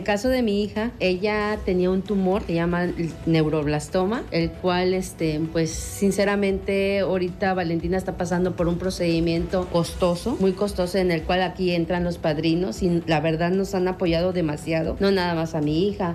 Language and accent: Spanish; Campeche, Mexico; yo soy de acá de Campeche